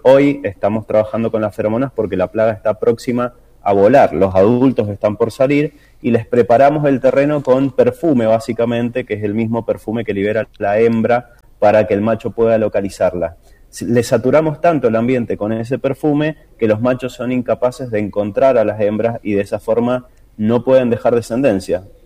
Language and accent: Spanish; Mendoza, Argentina; Todos somos mendocinos los que estamos trabajando acá en el tema.